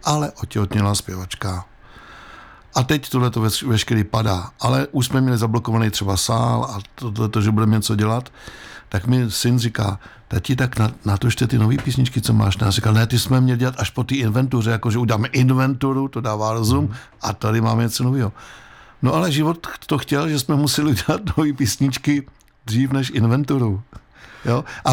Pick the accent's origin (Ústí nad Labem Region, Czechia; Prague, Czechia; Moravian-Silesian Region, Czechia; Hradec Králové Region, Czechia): Ústí nad Labem Region, Czechia; Most; moved away; my jsme oba z Mostu. A já do toho Mostu, já už tam nikoho nemám.